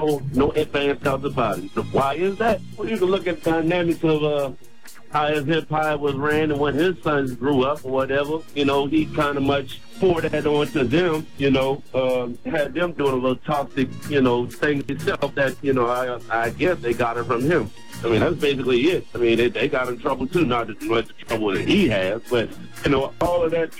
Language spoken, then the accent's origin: English; Charlotte, North Carolina, United States; from Charlotte, North Carolina